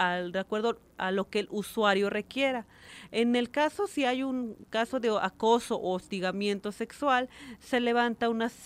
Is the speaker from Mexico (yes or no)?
yes; Tlachichilco, Veracruz, Mexico; Soy originaria de una comunidad que se llama Xalame, municipio de Tlachichilco, Veracruz, en el norte del estado, de la Huasteca Veracruzana.